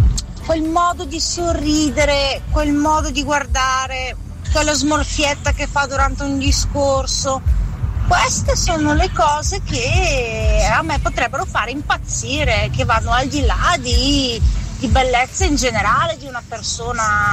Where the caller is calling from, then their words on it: Caprino Bergamasco, Lombardy, Italy; da Caprino Bergamasco.